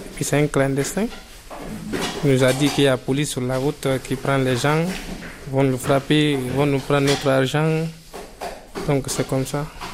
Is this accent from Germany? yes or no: no; Guinea; moved away as an adult; Je viens de Guinée-Conakry.